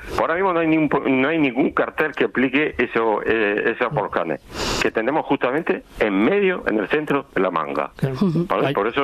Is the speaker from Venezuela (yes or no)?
no; Molina de Segura, Region of Murcia, Spain; Tengo el corazón partido. Yo soy de Molina de Segura.